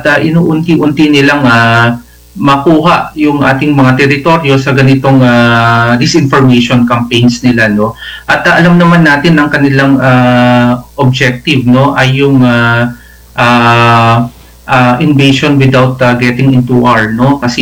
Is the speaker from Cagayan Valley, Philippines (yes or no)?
yes; Cagayan Valley, Philippines; moved away; ako mismo, taga Cagayan ako. Doon ako pinanganak at lumaki hanggang high school. Nag-aral ako doon